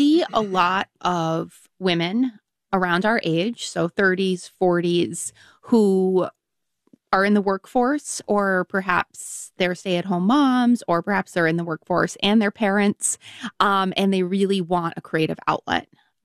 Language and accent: English; Boston, Massachusetts, United States; So I'm from the Boston area